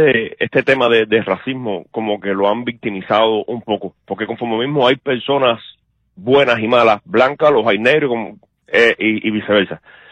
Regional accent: Cuba; now in United States; Yo soy cubano, soy blanco.

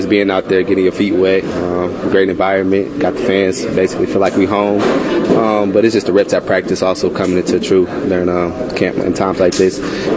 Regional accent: Detroit, Michigan, United States; moved away; Play the Detroit Lions. That's my hometown

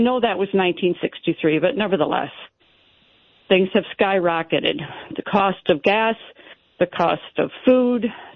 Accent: Flint, Michigan, United States; That's not how I grew up in Flint, Michigan.

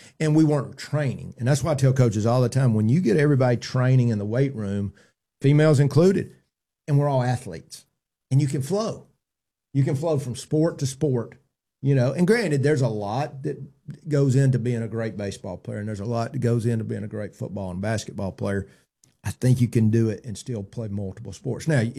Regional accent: Ohatchee, Alabama, United States; moved away; also born or lived in Piedmont, Alabama; I came from a small school. You know, I grew up in Ohatchee and Piedmont.

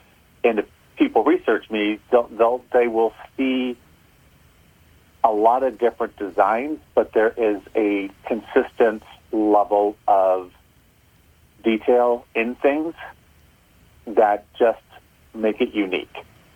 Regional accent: San Francisco, California, United States; born there; also born or lived in Netherlands; On paper, I grew up in San Francisco. On paper, born and raised San Francisco. I think I'm one of the last remaining seven. My father is Italian, second generation San Franciscan, and my mother is Dutch from Holland

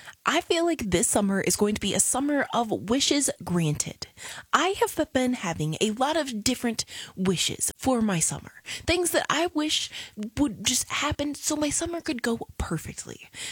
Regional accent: Hanover, United States; I am from Hanover, and every single 4th of July, as a child, we would have a street dance.

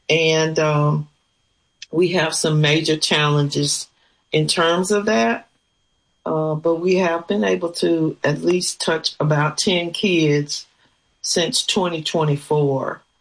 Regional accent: Alexandria, United States; It's been very interesting because Alexandria is my hometown. I came back here after 20 years of living in a 8 million metropolis area.

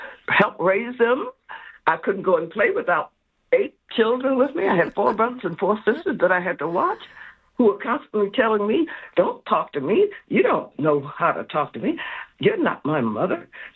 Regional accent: Detroit, Michigan, United States; also born or lived in Alabama; I was born in Alabama, and I was raised in Detroit

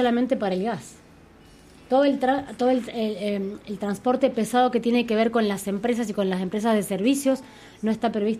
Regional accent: Alvear, Argentina; moved away; soy de Alvear y soy orgullosa de Alvear.

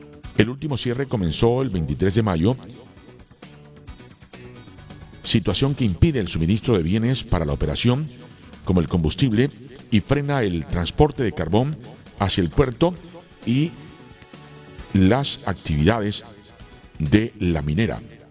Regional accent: Colombia; deseosos como colombianos

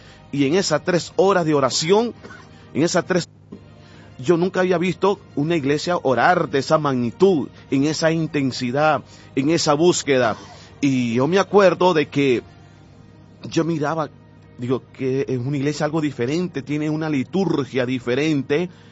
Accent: Nicaragua; y allá en Nicaragua, en mi país, se le llaman mosca cuando algo hiere, mal olor

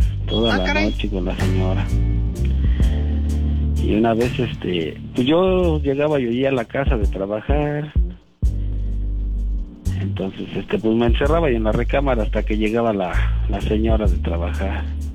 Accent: Mexico City, Mexico; Soy chilango.

